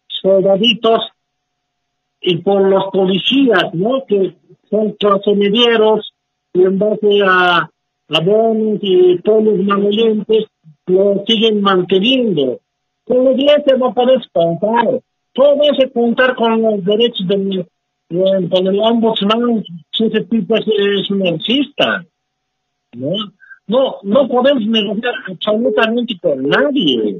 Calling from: El Alto, La Paz, Bolivia; De Sencata.

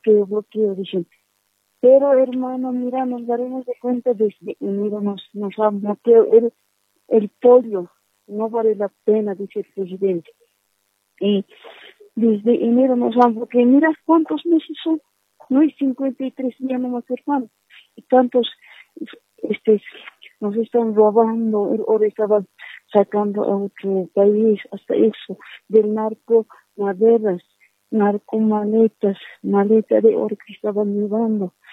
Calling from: El Alto, La Paz, Bolivia; Estoy llamando del Alto

